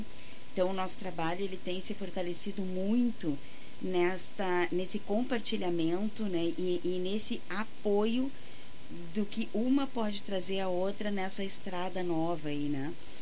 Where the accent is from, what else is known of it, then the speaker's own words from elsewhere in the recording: Uruguaiana, Rio Grande do Sul, Brazil; eu, que sou originária de Uruguaiana, tá? Nasci no mesmo ano da Califórnia, da canção nativa, amo a música nativista, né? Venho desse mesmo berço. Essas são minhas influências, são minhas raízes principais.